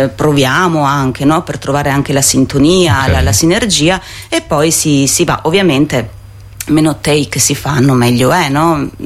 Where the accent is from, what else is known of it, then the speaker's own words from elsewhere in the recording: Trieste, Friuli-Venezia Giulia, Italy; io sono triestina, sono orgogliosa anche di essere triestina, cioè se voglio qua a Trieste parlo così.